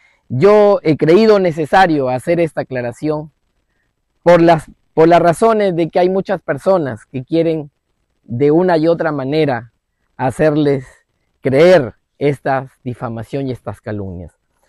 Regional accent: Tambogrande, Piura, Peru

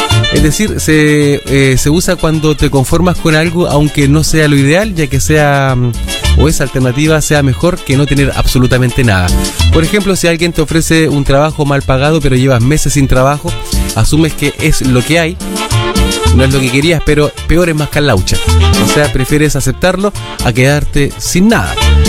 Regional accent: Chile; en particular en Chile tenemos un lenguaje muy característico en el que abundan los dichos o refranes.

